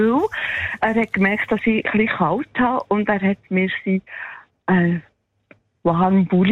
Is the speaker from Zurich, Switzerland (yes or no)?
no; Solothurn, Switzerland; Aufgewachsen bin ich im Kanton Solothurn.